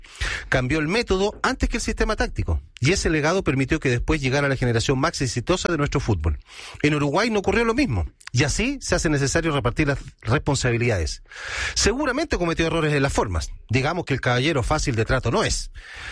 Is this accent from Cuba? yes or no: no; Chile; Y en Chile nos ha costado 3 mundiales darnos cuenta de eso.